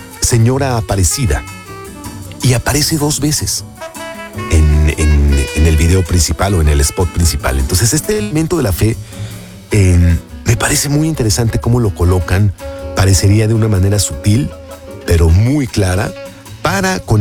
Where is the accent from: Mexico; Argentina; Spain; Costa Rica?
Mexico